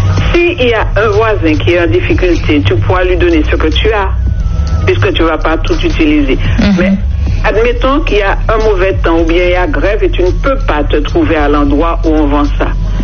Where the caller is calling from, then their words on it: Rivière-Pilote, Martinique; Moi, j'habite à Rivière-Pilote.